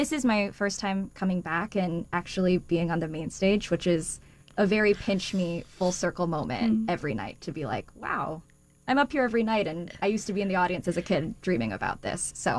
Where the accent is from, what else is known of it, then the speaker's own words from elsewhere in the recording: Seattle, Washington, United States; I grew up in Seattle, so I grew up a kid stage kid